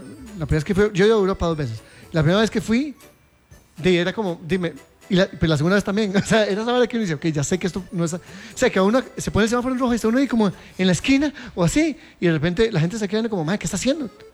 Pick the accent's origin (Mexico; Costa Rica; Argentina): Costa Rica; somos de Suiza centroamericana.